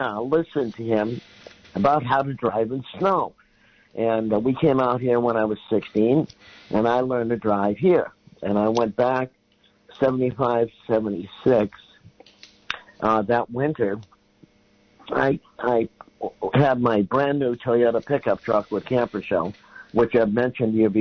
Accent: New England, United States; Well, I'm from New England, where my father, we used to wait.

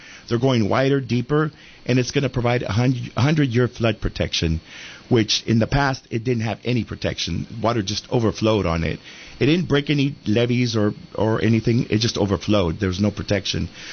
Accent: Watsonville, California, United States; I was born and raised in Watsonville.

